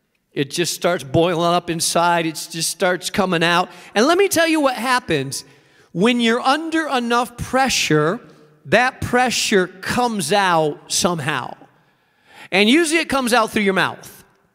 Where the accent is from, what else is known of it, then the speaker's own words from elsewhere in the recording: Spain; moved away; I grew up in Spain. Spain has strong coffee. I like my coffee strong.